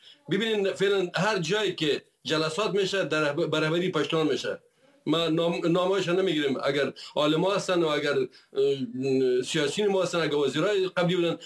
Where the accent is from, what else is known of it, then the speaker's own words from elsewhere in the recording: Afghanistan; ما افغان هستم